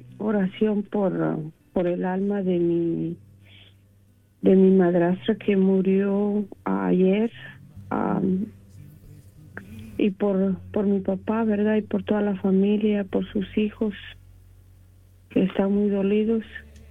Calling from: Chicago, Illinois, United States; Estoy hablando aquí de Chicago.

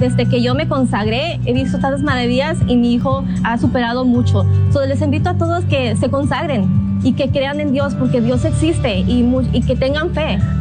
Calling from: Moreno Valley, California, United States; vengo de Moreno Valley

